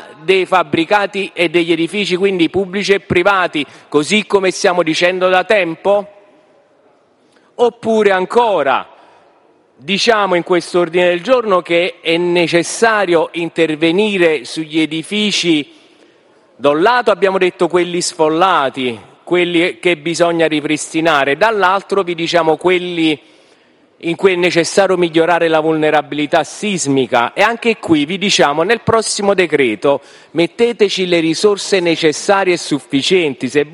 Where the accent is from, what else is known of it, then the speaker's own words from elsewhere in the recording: Campania, Italy; per il bene della mia terra, per il bene dei Campi Flegrei